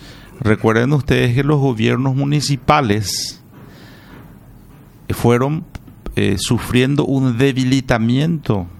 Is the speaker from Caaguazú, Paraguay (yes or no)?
yes; Coronel Oviedo, Caaguazú, Paraguay; nuestros municipios del Caguazú, donde soy oriundo, de Coronel Oviedo